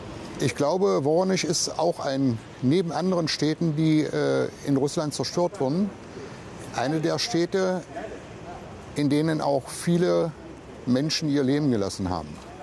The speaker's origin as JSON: {"language": "German", "country": "Germany"}